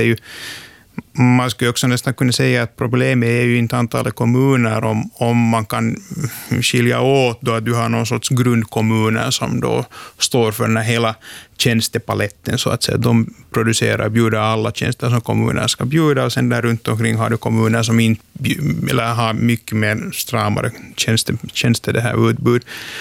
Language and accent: Swedish; Pori, Satakunta, Finland; jag är själv från Björneborg, så när tröskeln går ihop med Rauma, för där finns den historiska kampen i ishockey och så vidare.